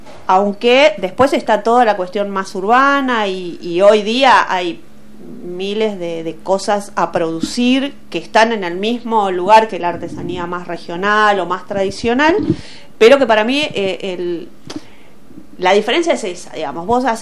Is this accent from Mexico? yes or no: no; Entre Ríos, Argentina; moved away; yo soy de Entre Ríos